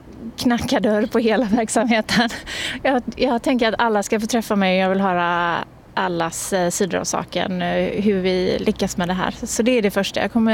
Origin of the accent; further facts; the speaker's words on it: Gothenburg, Västra Götaland County, Sweden; jag är ju uppvuxen i Göteborg